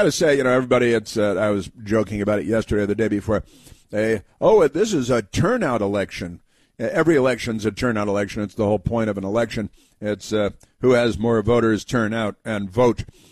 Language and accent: English; Illinois, United States; He grew up north and west of Chicago, not far from where I did most of my growing up, and it's where regular people come from, at least a lot of them.